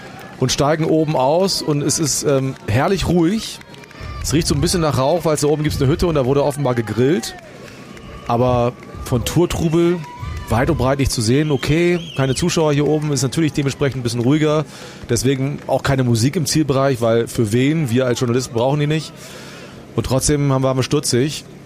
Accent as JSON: {"language": "German", "region": "Northern Germany", "country": "Germany", "said": "Ich komme aus Norddeutschland"}